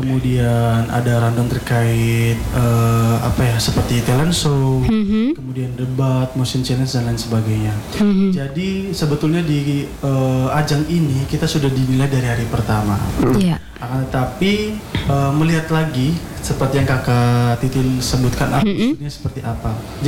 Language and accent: Indonesian; East Nusa Tenggara, Indonesia; Karena saya dari Nusa Tenggara Timur, yang mungkin bahkan orang pun belum tahu Nusa Tenggara Timur itu di mana.